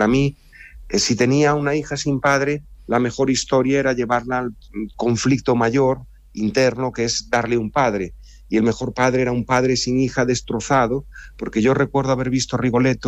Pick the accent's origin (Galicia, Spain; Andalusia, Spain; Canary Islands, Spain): Galicia, Spain; cuando los gallegos, como buenos gallegos, escondemos los huesos del apóstol y los perdemos durante 3 siglos